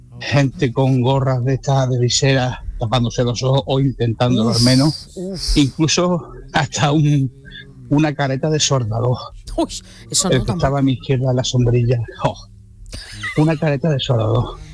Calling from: Dos Hermanas, Andalusia, Spain; nuevamente desde Barbate, aunque soy de Dos Hermanas.

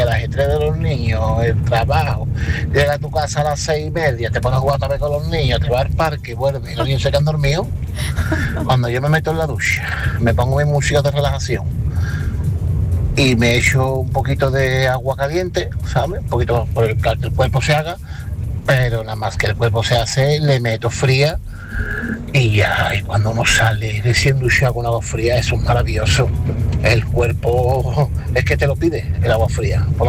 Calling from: Seville, Andalusia, Spain; de Sevilla.

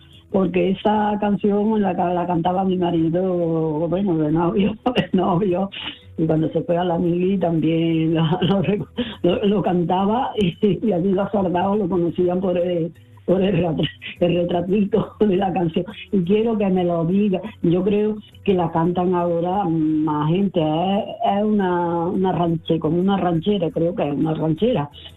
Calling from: Córdoba, Andalusia, Spain; de Córdoba.

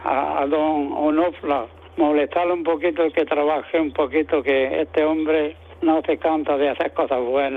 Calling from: Almuñécar, Andalusia, Spain; de Almuñécar, en la Peña del Aguacate.

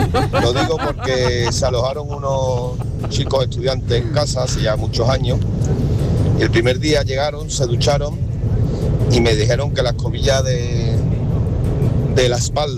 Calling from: Seville, Andalusia, Spain; desde Sevilla.

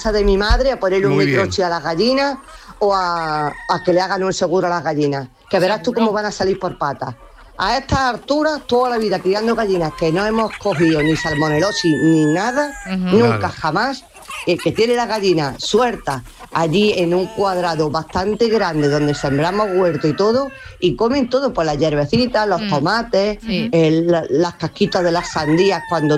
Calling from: Andújar, Andalusia, Spain; desde Sevilla, aunque soy de Andújar.

